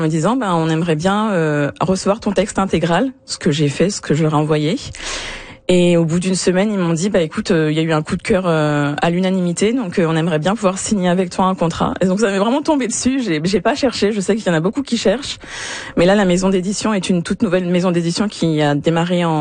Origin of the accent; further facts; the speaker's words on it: France; Ben, parce que je suis française